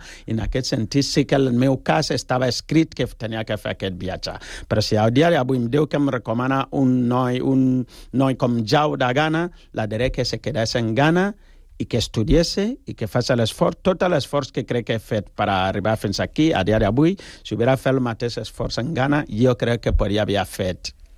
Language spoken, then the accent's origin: Catalan; Ghana; Catalan is a second language; now in Spain; perquè jo soc de Ghana, tu imagina que jo vinc aquí amb un taparrabo o una llança, això no és així.